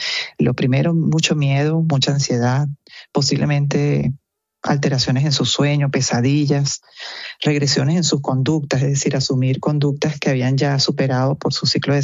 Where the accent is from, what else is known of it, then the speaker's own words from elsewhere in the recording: Venezuela; en nombre de Venezuela, como venezolana